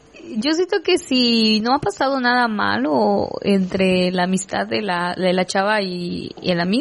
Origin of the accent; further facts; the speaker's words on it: Mérida, Yucatán, Mexico; Es mi natal Mérida.